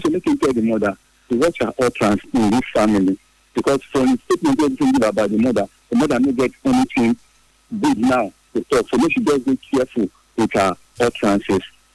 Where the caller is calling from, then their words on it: United Kingdom; I'm calling from the UK.